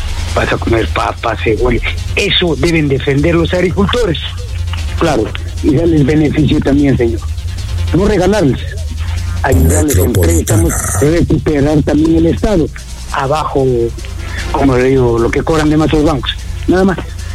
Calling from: Arequipa, Peru

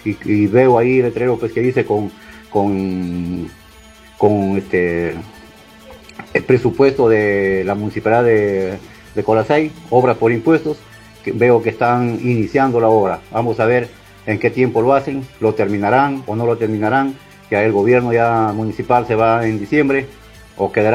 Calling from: Jaén, Cajamarca, Peru; yo vivo en Jaén, pero por motivo de trabajo me encuentro por esta ruta de Chunchuquío.

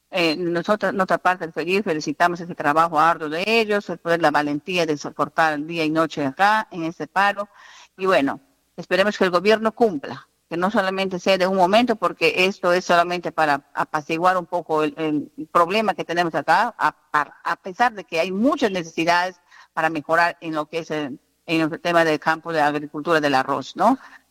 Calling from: Tonchima, San Martín, Peru; acá en Tonchima

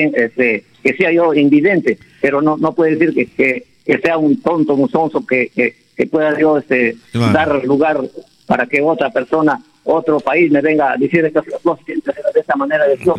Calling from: Peru; nosotros los peruanos no somos para ser subordinados por ningún país

